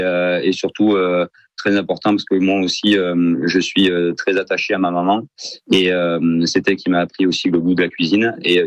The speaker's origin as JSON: {"language": "French", "town": "Langon", "region": "Nouvelle-Aquitaine", "country": "France", "tie": "born or raised there", "said": "moi je suis originaire de Langon"}